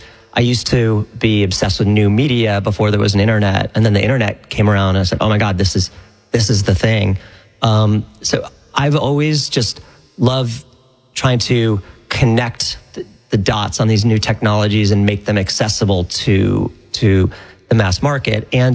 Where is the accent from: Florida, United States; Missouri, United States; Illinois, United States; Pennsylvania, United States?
Illinois, United States; Chicago; So, yeah, I grew up in Chicago. I was just your basic pragmatic Chicago liberal.